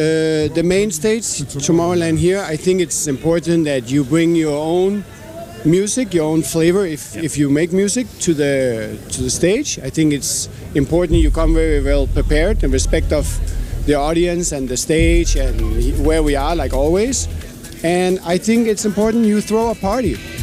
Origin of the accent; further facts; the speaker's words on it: Denmark; I'm from Denmark